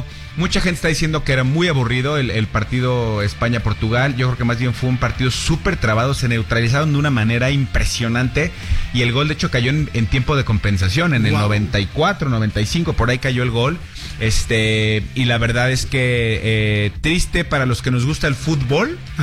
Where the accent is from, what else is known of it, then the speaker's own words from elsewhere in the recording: Mexico; Y como mexicano, pues sí te da como esa, claro, cosita.